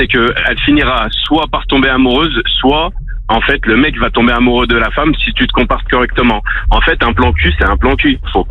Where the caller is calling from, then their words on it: Lyon, Auvergne-Rhône-Alpes, France; je suis à Lyon